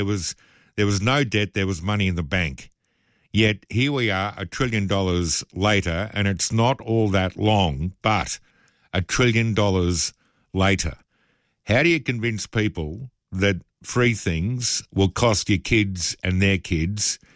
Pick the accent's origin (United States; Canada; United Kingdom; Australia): Australia; that hope, that positive feeling about being an Australian, even though you might be one that starts, you know, with a bit of a struggle